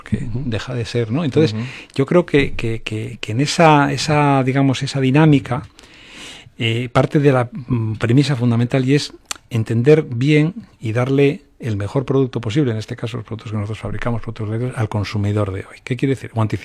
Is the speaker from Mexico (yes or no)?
no; Asturias, Spain; moved away